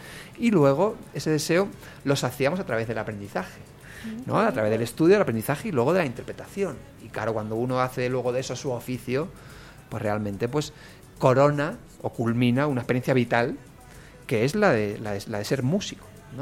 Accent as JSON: {"language": "Spanish", "country": "Colombia", "said": "Yo soy colombiano, parcero. Soy un poco parcero, pero rolo como tal, no, yo soy de todas partes. Yo soy paisa, yo soy rolo, yo soy costeño."}